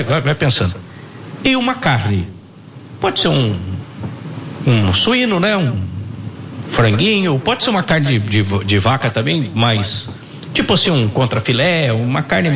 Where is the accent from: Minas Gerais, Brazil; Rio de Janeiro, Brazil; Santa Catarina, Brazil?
Minas Gerais, Brazil; São Sebastião do Paraíso; born there; eu nasci em São Sebastião do Paraíso